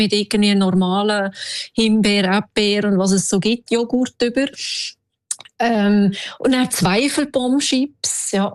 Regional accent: Fribourg, Switzerland; now in Sweden; Die haben immer gefunden, ich bin keine richtige Freiburger, weil ich das nicht gerne

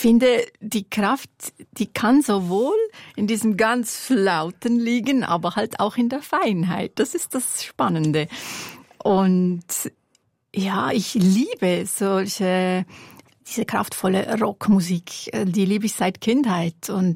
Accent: Wollerau, Schwyz, Switzerland; Ich komme aus einem kleinen Dorf. In Wollerau bin ich aufgewachsen, im Kanton Schwyz.

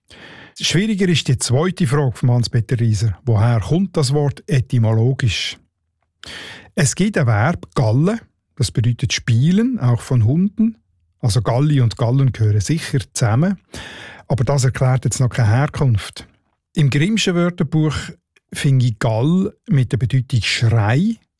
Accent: Northwestern Switzerland, Switzerland; accent: Northwestern Swiss dialect; Ich würde dem ja Geugel sagen, in meinem Nordwestschweizer Dialekt.

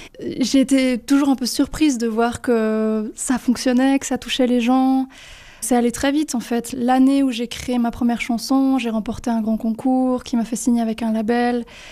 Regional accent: Valais, Switzerland; j'ai grandi, je vis en Valais, j'adore être en montagne.

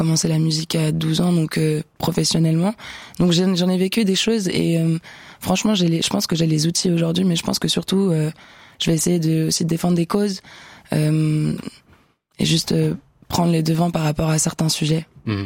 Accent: Switzerland; je suis suisse, que je suis là pour la Suisse aussi

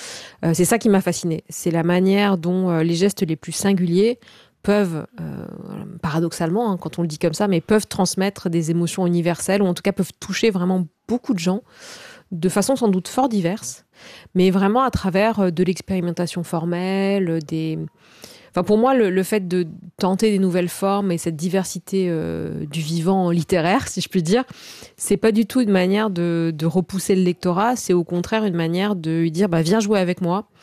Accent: Corsica, France; moi je suis donc originaire de Corse et de moyenne montagne, de Castagniccia.

